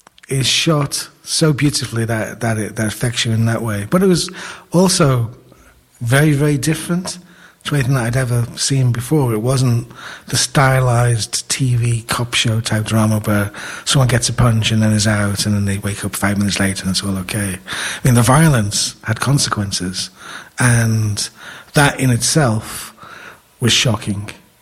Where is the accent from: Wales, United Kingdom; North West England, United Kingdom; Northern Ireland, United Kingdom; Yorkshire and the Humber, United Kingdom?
North West England, United Kingdom; Liverpool; But I saw it in Liverpool, of course, in my hometown.